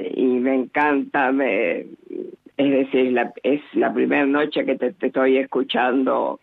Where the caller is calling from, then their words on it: Moreno, Buenos Aires Province, Argentina; de Moreno.